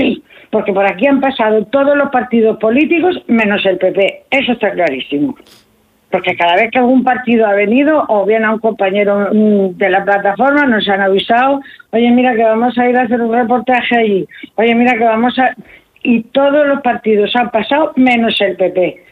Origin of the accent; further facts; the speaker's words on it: Galicia, Spain; yo mi intención en un tiempo había sido irme a mi tierra, a Galicia, que yo soy de allí.